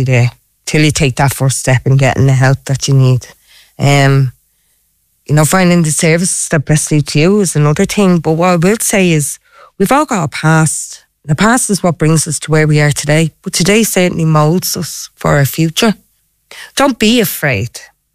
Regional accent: Leinster, Ireland; I'm from Knocklade.

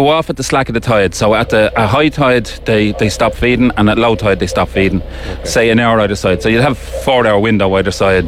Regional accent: Malahide, Leinster, Ireland; Well, I grew up in Malahide.

